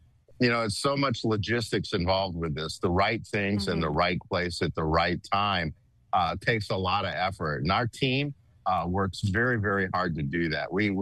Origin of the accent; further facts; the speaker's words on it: New Orleans, Louisiana, United States; moved away; New Orleans was my hometown. It's where I came up in the restaurant industry, Cajun roots.